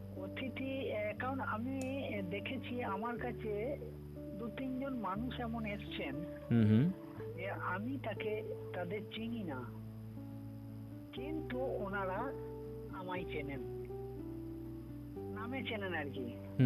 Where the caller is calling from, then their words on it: Purba Bardhaman, West Bengal, India; আমি পশ্চিমবঙ্গ রাজ্যের পূর্ব বর্ধমান থেকে